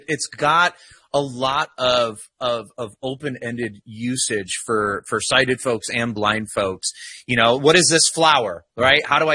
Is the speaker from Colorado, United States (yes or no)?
no; Michigan, United States; But, I grew up in West Michigan. That's where I'm originally from, and pretty normal childhood. But I lost my sight completely when I was 9.